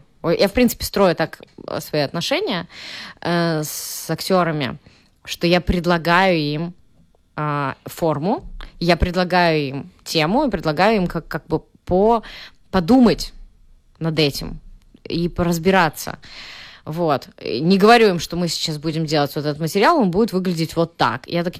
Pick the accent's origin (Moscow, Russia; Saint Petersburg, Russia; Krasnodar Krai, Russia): Saint Petersburg, Russia; Я из Петербурга, у нас там тоже вообще-то белые ночи